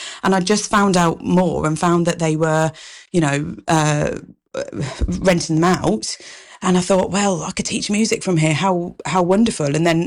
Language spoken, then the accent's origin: English; Northampton, East Midlands, United Kingdom; No, I'm Duston based. I'm born and bred in Duston.